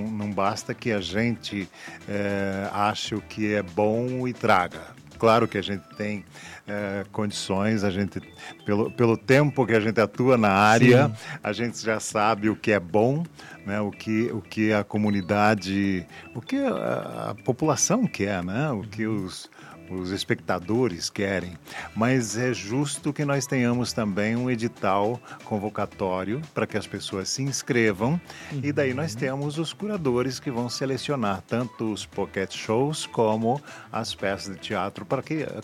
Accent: Lapa, Paraná, Brazil; born there; moved away; eu vim da Lapa. Eu criava porco, criava galinha, plantava milho e abóbora com meu pai.

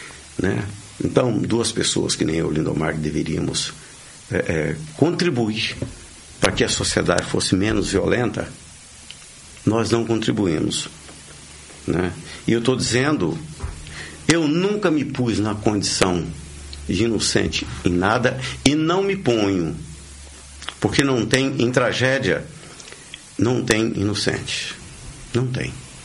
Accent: Santa Helena de Goiás, Goiás, Brazil; born there; moved away; eu sou lá de Santa Helena de Goiás, né? E da cidade era tão pequena

